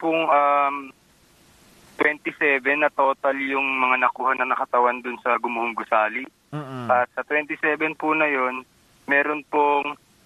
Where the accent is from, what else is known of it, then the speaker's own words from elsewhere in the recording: Caramoan, Bicol Region, Philippines; Taga Karamoan, Bicol.